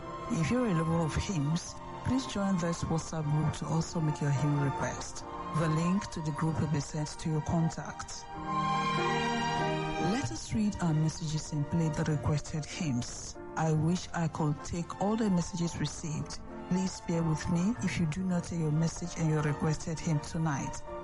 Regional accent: Ireland; from Ireland.

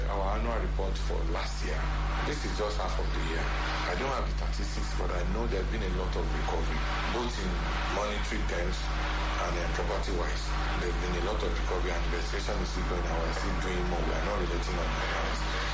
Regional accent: Nigeria; You as a Nigerian

